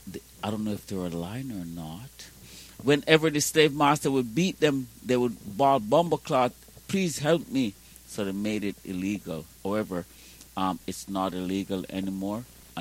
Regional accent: Jamaica; moved away; When I lived in Jamaica, when I grew up in Jamaica

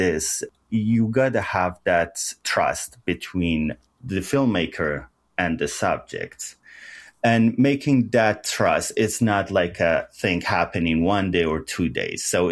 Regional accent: Sanandaj, Kurdistan, Iran; My brother called me from Sanandaj, my hometown Sna, and told me that Arvin and Aida were on that plane.

